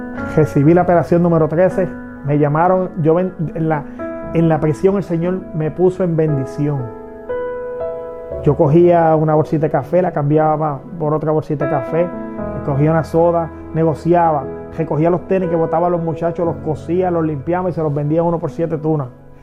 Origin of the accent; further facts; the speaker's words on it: Cuba; empezaron a caer muchas lucecitas encima de mí como cubano